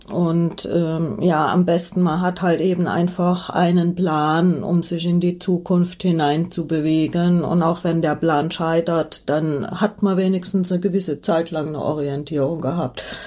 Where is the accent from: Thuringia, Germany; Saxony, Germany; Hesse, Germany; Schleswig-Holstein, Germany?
Hesse, Germany; born there; ich stamme ja aus Hessen gebürtig, ja